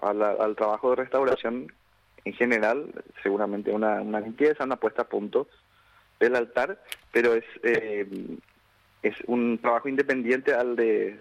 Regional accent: Paraguay; como a todos nosotros como paraguayos y paraguayas.

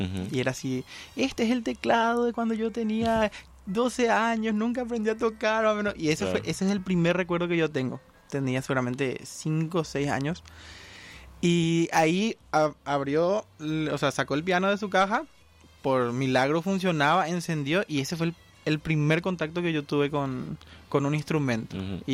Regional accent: Luque, Central, Paraguay; Yo soy oriundo de la ciudad de Luque, de la República de Luque.

